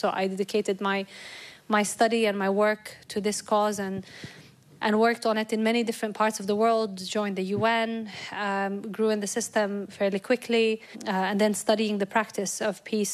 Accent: Nablus, West Bank, Palestine; now in Melbourne, Australia; So I'm born and raised in the West Bank in Nablus.

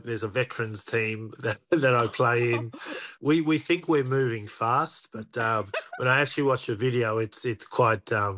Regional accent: Brisbane, Queensland, Australia; growing up in Brisbane.

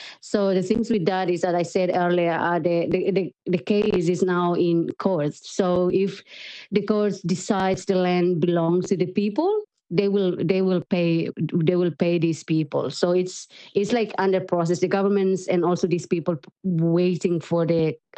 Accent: India; I was in my hometown, like 5 hours drive from Delhi.

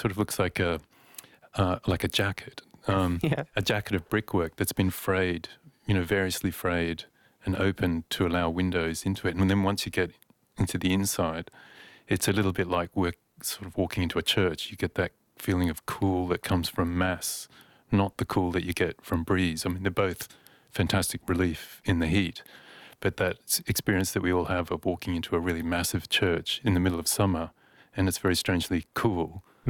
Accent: Queensland, Australia; And I was really fascinated to see that coming, growing up in Queensland, and realizing there's other ways to deal with heat.

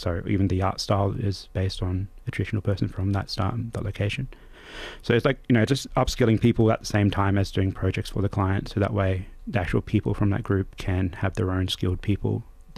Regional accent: Northern Territory, Australia; I'm from Central Australia, so every time I worked down in Adelaide, right, like, you know, I was a guest.

